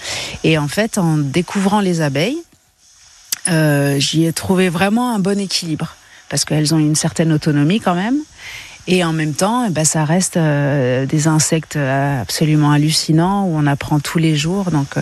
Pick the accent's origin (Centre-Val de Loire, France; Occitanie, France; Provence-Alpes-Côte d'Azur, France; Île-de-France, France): Centre-Val de Loire, France; born there; moved away; also born or lived in Normandy; Alors moi, je viens de la Sologne. Je suis née vraiment à côté du château de Chambord, mais voilà, c'est un mix de Normandie et de Sologne, avec une famille viticulteurs et éleveurs aussi en vaches laitières.